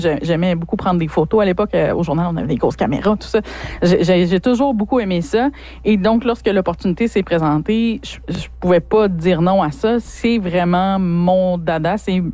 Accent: Rouyn-Noranda, Quebec, Canada; je suis née à Noranda, dans le quartier de Notre-Dame, à deux ans, mes parents ont déménagé dans le quartier Granada. Donc, c'est là que j'ai grandi. Je suis rouyn-noranzienne étampée sur le cœur. J'ai quitté seulement le temps d'aller faire mes études à Québec, mais je suis revenue dès que possible

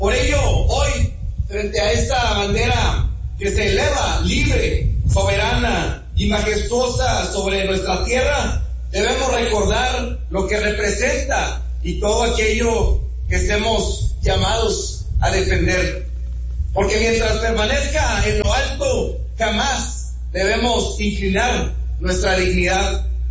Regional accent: Mexico; Somos mexicanas y mexicanos

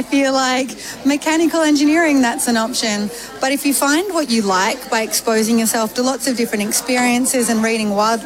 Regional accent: Australia; I'm an Aussie astronaut

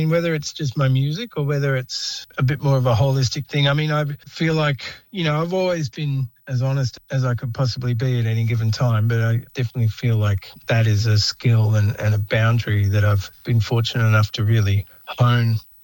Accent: Melbourne, Victoria, Australia; also born or lived in Central Australia; So we were in Central Australia when, you know, I was born in Melbourne, but lived in Central Australia when dad went up there to the legal service.

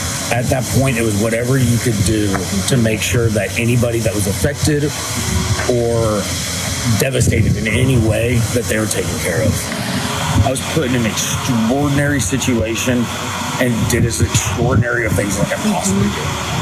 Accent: Kerrville, Texas, United States; I mean, I'm from Kerrville.

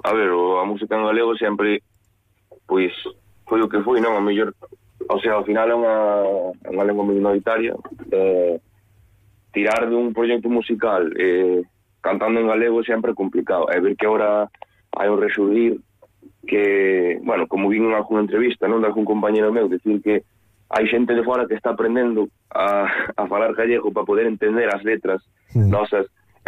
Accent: Cabana de Bergantiños, Galicia, Spain; now in A Coruña, Spain; Eu de Cabana, de Bergantiños.

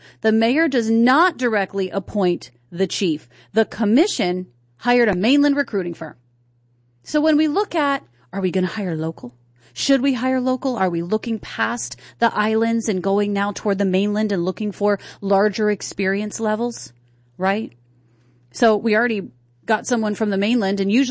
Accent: East Coast, United States; now in Hawaii, United States; I came from the East Coast. So you know I was hitting it hard and aggressive and all kinds in people's faces

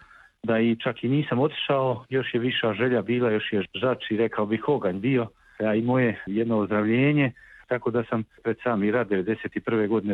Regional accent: Ljubuški, Federation of Bosnia and Herzegovina, Bosnia & Herzegovina; moved away; A Humac mi je inače i rodna župa, ja sam rodom iz Ljubuškoga, tako da mi je to sve domaće i drago

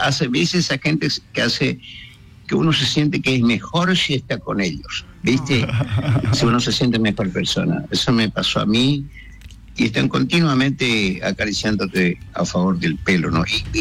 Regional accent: Curuzú-Cuatiá, Corrientes, Argentina; Si yo vuelvo a mi pueblo, a Curuzú-Cuatiá, y me encuentro con quien tenía conmigo cuando yo tenía 14 años

